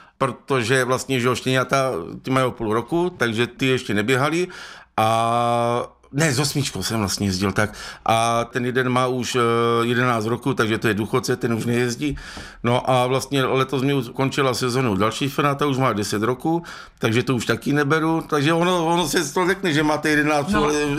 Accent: Hulín, Zlín Region, Czechia; já pocházím od Huléna

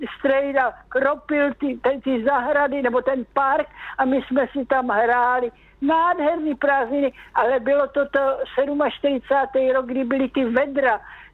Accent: Přelouč, Pardubice Region, Czechia; Já jsem byla z Přelouče, nikdy jsme žádný prázdniny, to byla válka

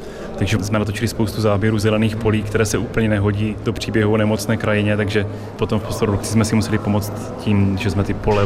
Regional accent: Zlín, Zlín Region, Czechia; Já pocházím ze Zlína

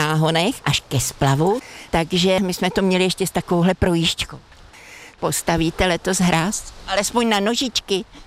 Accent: Hradec Králové Region, Czechia; Vzpomínám na moje dětství u Metuje

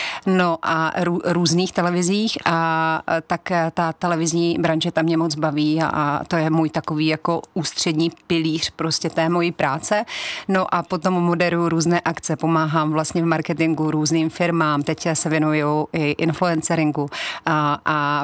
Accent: Brno, South Moravian Region, Czechia; Je to tak, ano, já jsem rodačka z Brna.

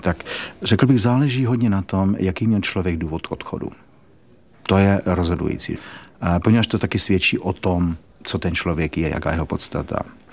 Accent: Bohemia, Czechia; moved away as an adult; now in Australia; Já jsem se narodil koncem války, my jsme už vyrůstali, moje generace, v 50. letech a odcházeli jsme z Československa

